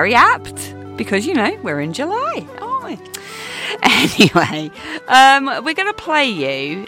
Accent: Ireland; born there; walking around in my birth city, the city that I was born in Ireland.

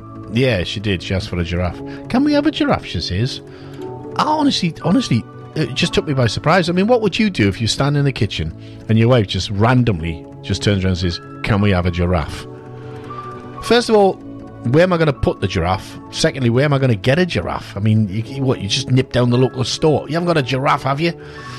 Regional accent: South Shields, North East England, United Kingdom; designed and invented right here in the northeast on Tyneside in South Shields, my hometown, strangely enough.

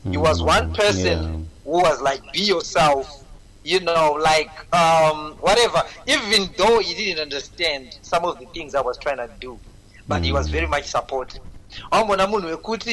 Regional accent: Harare, Zimbabwe; also born or lived in Norton, Zimbabwe; I was born in Norton, a small suburb just away from Harare called Norton. That's where I was born.

